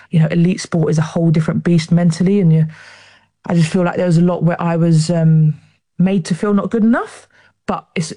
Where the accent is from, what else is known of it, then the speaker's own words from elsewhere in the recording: London, United Kingdom; even with my accent, because I didn't realise I have an accent until I speak to other people who are not from South London.